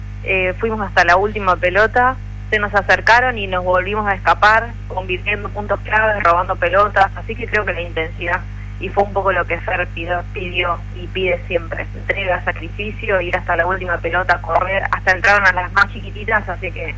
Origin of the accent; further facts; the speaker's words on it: La Plata, Buenos Aires Province, Argentina; moved away as an adult; now in Cinco Saltos, Argentina; Yo vengo de La Plata. Nací ahí. Siempre jugué en equipos platenses